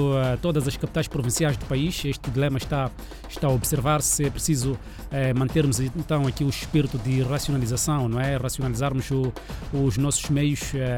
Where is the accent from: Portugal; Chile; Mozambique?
Mozambique; termos o espírito que sempre nos caracterizou como moçambicanos